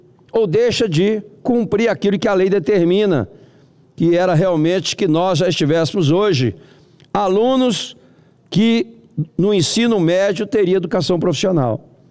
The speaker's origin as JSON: {"language": "Portuguese", "country": "Brazil", "said": "somos nós brasileiros"}